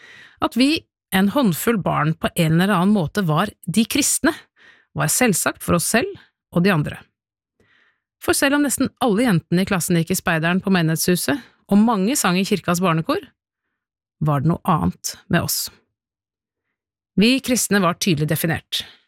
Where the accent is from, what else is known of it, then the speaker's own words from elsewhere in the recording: Oslo, Norway; Jeg har vokst opp på Bekkelaget I Oslo. Mange tror at å vokse opp I hovedstaden betyr at man ikke har røtter, eller at man ikke kjenner naboene. Det ikke min erfaring. Jeg føler på mange måter at jeg har vokst opp på bygda, Bekkelagsbygda